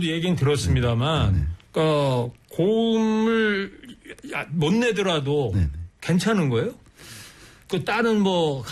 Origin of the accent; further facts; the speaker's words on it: Anseong, Gyeonggi Province, South Korea; 제 고향이 안성인 이천 시내예요?